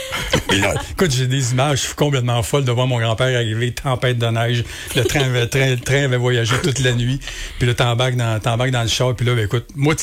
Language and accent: French; Montreal, Quebec, Canada; now in Granby, Canada; Moi, je suis né à Montréal. Fait que j'ai été élevé à Verdun là, pendant les 20 premières années de ma vie. Puis je suis arrivé à Granby. J'ai fait un petit séjour à Mercier-Châteauguay.